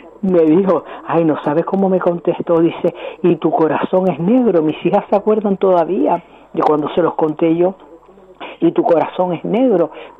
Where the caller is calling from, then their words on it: Canary Islands, Spain; soy más canaria que el gofio